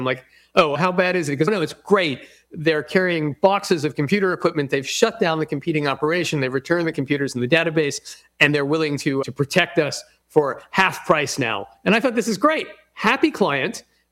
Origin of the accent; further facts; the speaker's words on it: United States; I'm an American.